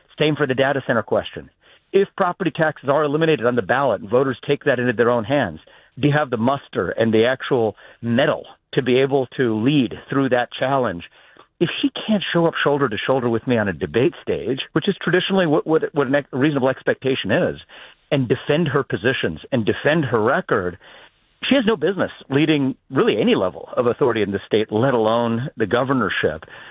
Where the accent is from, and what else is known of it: Ohio, United States; born there